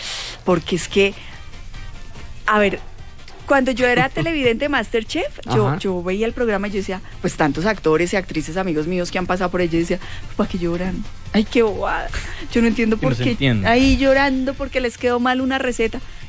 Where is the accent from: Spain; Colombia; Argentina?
Colombia; Paisa region; now in Chía, Colombia; Pero si yo soy paisa